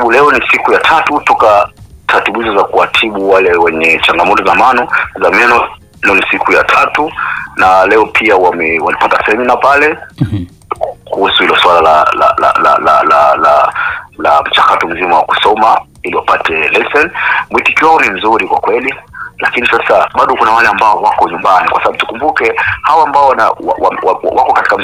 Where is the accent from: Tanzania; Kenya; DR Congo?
Tanzania; moved away; sisi ambao tunatoka Tanzania kwenda nchi za nje na kutafuta maisha